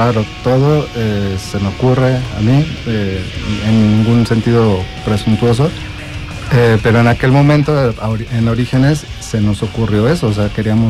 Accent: Mexico City, Mexico; now in Querétaro, Mexico; yo soy de Ciudad de México

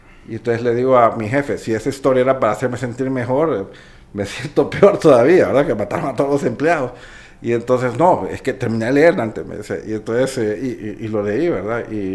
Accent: Honduras

